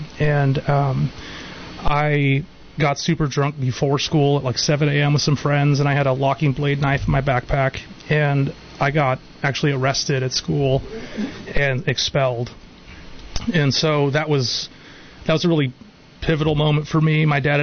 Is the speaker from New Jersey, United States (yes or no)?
no; Watsonville, California, United States; moved away as an adult; also born or lived in Santa Cruz; I lived in Watsonville from 1988 when I moved there from Santa Cruz at 2 years old, and I was raised there. Mm-hmm. I lived there until I graduated high school in 2004.